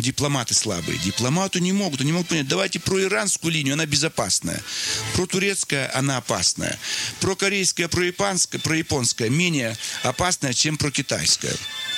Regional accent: Russia

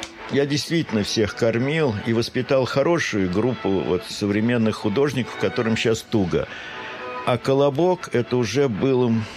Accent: Russia; moved away as an adult; also born or lived in France; хотя я по кровям очень сложный человек, но я русский.

